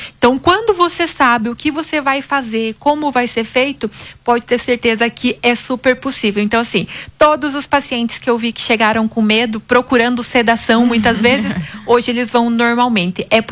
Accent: South Region, Brazil; moved away as an adult; now in Goiânia, Brazil; eu, né, sou sulista, goiana de coração, moro aqui, atuo, minha carreira praticamente é total aqui em Goiânia

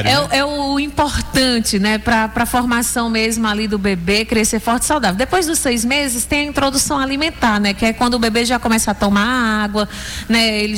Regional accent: Northeast Region, Brazil; a gente que é do Nordeste, como bom nordestino

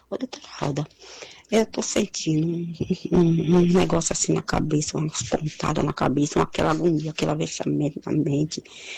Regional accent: Santo Estêvão, Bahia, Brazil; Sou de Santo Estevão.

